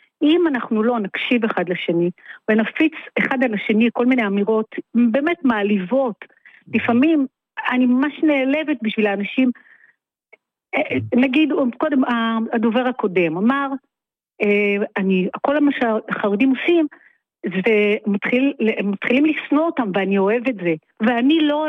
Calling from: Northern Israel, Israel

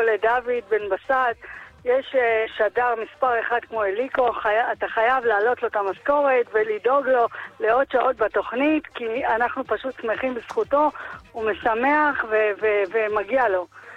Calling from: Elad, Central District, Israel

